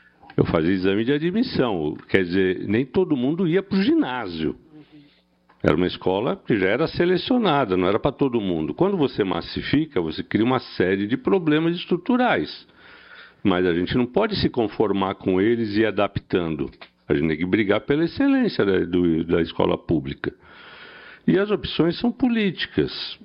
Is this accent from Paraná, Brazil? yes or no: no; São Paulo, Brazil; Apesar de ter essa cara de Moema, eu sou do Capão Redondo, do Campo Limpo com Capão Redondo.